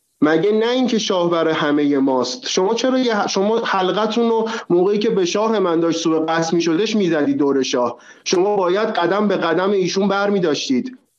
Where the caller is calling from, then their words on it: Iran; حالا ما داخل ایرانیم